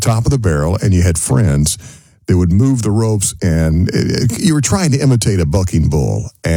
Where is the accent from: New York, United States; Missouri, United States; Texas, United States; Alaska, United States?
Texas, United States; now in Omaha, United States; I grew up in West Texas, a lot of mesquite trees.